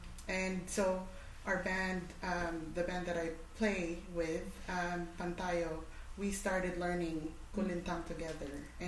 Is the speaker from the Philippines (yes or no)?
yes; Philippines; and so I come from the Tagalog people, which is not where the instruments are from.